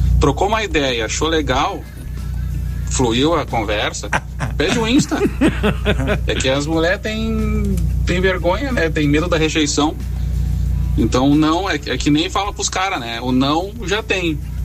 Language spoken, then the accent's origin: Portuguese; Gravataí, Rio Grande do Sul, Brazil; now in Porto Alegre, Brazil; Sou de Gravataí. Tô aqui em Porto Alegre agora.